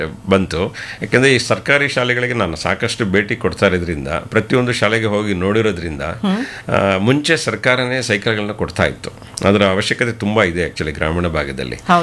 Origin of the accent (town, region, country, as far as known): Hassan, Karnataka, India